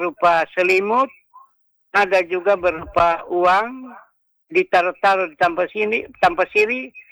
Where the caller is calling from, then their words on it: Rote, East Nusa Tenggara, Indonesia; saya orang Rote